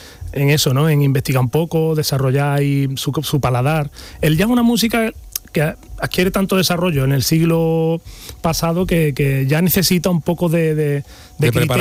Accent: Córdoba, Andalusia, Spain; accent: Cordobés; Pero bueno, por mi acento cordobés veréis que … la vida real.

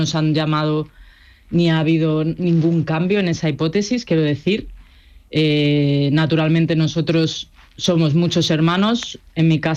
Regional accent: Getafe, Community of Madrid, Spain; nosotros somos de Getafe, nos hemos criado en Getafe.

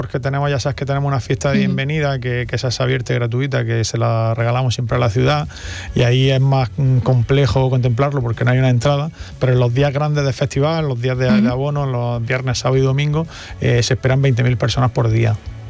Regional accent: Almería, Andalusia, Spain; nosotros somos también entre almerienses

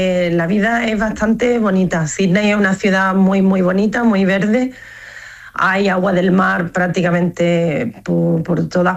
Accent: Andalusia, Spain; now in Australia; Porque nosotros los padres somos españoles. Y en casa hablamos español

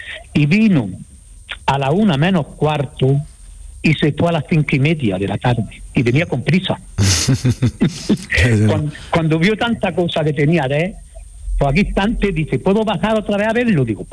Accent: Andalusia, Spain; yo soy de Cajas, en Cajas no había cine y los niños íbamos al cine de la Estubia.

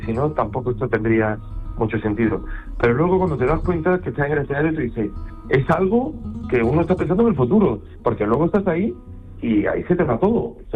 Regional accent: Spain

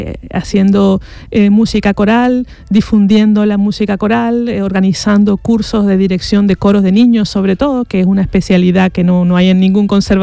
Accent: Argentina; moved away as an adult; now in Spain; Yo soy argentina, hice mi carrera en Argentina y luego, vine a España a hacer un máster en la universidad.

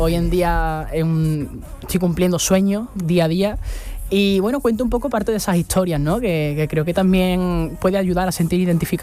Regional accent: Andalusia, Spain; yo soy una persona muy de mi tierra y compartir y tener la posibilidad de que gente de fuera de España, que obviamente Andalucía, yo no he dado a conocer a nadie, Andalucía ya se conocía

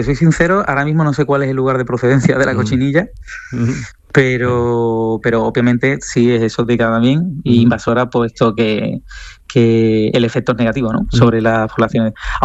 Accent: Sanlúcar de Barrameda, Andalusia, Spain

